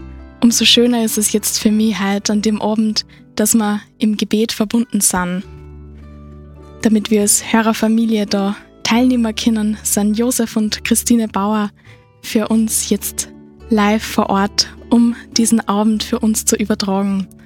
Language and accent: German; Upper Austria, Austria; weil ich manchmal meine Heimat Oberösterreich schon vermisse